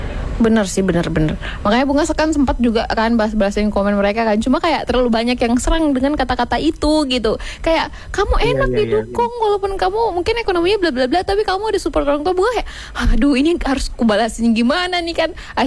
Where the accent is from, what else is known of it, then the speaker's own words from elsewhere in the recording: Fakfak, West Papua, Indonesia; born there; Aku cinta banget sama tanah kelahiranku ini, tanah Papua itu tetap di hati.